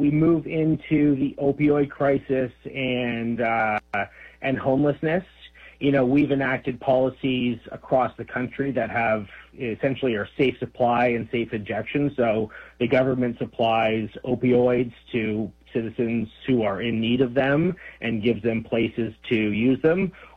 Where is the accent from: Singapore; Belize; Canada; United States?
Canada; And, universal health care, as a Canadian, look, I will say this.